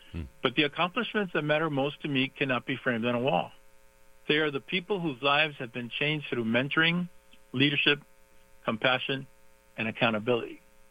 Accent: Miami, Florida, United States; also born or lived in Cuba; now in Racine County, United States; I was born in Cuba, came to America as a small child after my mother fled communism in search of freedom and a better future for our family. We settled in Miami's Little Havana, where I grew up

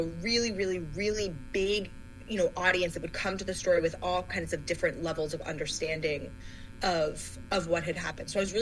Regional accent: Michigan, United States; I grew up in Michigan

